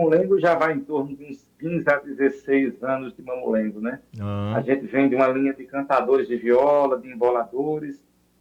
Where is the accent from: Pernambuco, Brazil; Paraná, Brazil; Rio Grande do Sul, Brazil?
Pernambuco, Brazil; Quiúma; born there; Eu nasci em Quiúma, entre Teume e Carpina.